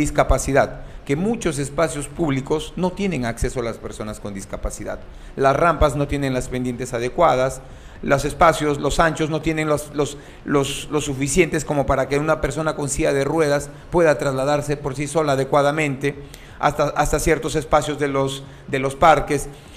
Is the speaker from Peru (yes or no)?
yes; Piura, Peru; Aquí yo soy un piurano neto, un piurano de pura cepa. Nací y crecí aquí en Piura. No, entonces conozco mi realidad, Jimmy. Vengo de un asentamiento humano Pachitea